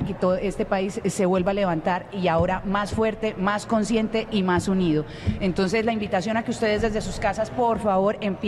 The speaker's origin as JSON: {"language": "Spanish", "town": "Cali", "region": "Valle del Cauca", "country": "Colombia", "moved": "yes", "lives_now": "Medellín, Colombia", "said": "Yo soy una caleña que vive en la ciudad de Medellín"}